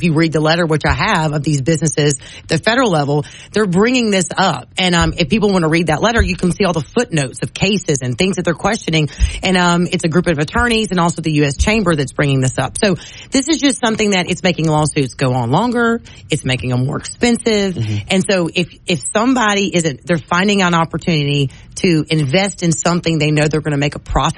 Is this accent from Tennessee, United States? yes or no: no; Louisiana, United States; he heard I was from Louisiana